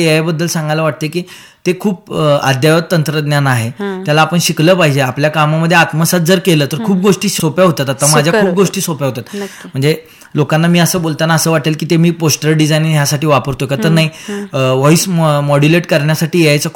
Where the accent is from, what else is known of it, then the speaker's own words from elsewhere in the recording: Sangli, Maharashtra, India; मला इचलकरंजीचा, माझं मूळ गाव इचलकरंजी आहे, म्हणजे लहानपणापासून वडील लहान असल्यापासून आम्ही सांगलीत राहतोय